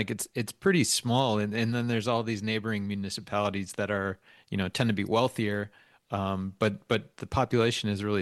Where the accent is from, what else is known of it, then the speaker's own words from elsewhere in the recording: Sturgeon Bay, Wisconsin, United States; also born or lived in Green Bay; I grew up in northern Wisconsin. I grew up in Sturgeon Bay, moved to Green Bay for high school.